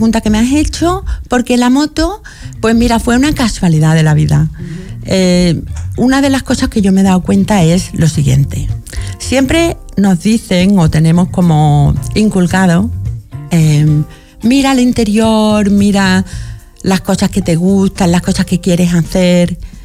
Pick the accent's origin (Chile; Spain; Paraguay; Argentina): Spain; Marbella, Andalusia